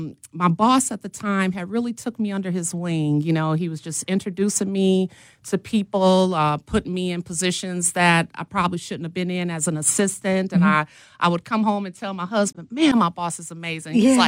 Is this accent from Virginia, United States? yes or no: no; Milwaukee, Wisconsin, United States; born or raised there